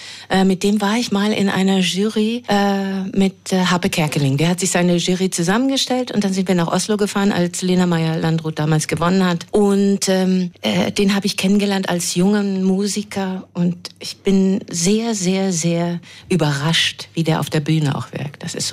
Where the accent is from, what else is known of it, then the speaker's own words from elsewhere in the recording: Hamburg, Germany; Ich komme aus Hamburg. Da ist viel Wasser.